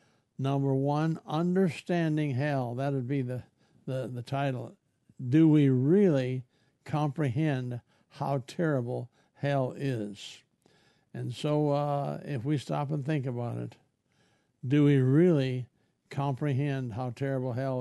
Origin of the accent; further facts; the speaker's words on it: South Dakota, United States; moved away as an adult; now in Texas, United States; I'll mention my home state, and that is South Dakota.